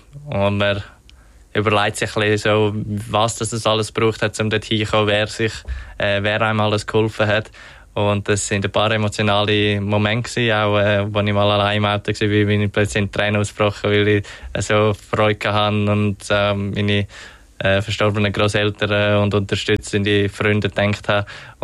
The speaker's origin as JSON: {"language": "German", "country": "Switzerland", "said": "Weil als Schweizer hat man natürlich, als junger Schweizer hat man eher mal eine Gelegenheit, zum Beispiel in St. Gallen oder in Genf an den Start gehen."}